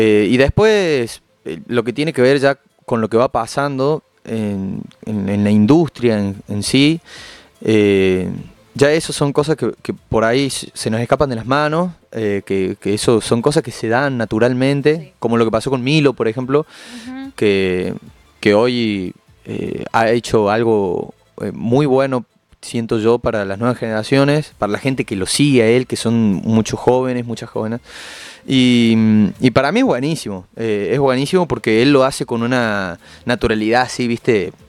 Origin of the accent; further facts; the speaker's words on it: Córdoba, Argentina; yo nací en Córdoba y fui criado por mis abuelos maternos y mi madre en un barrio de Córdoba que se llama José Hernández.